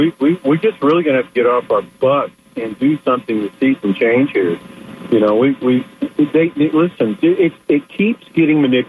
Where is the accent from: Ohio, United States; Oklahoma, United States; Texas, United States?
Oklahoma, United States; moved away as an adult; Yeah, I'm from Oklahoma originally, transferred here in 92.